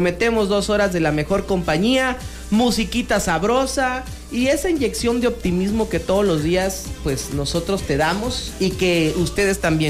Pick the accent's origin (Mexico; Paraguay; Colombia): Mexico; Somos superhéroes los mexicanos